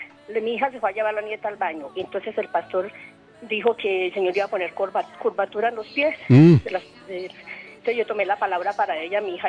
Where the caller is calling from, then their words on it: Soacha, Cundinamarca, Colombia; Estoy en Soacha.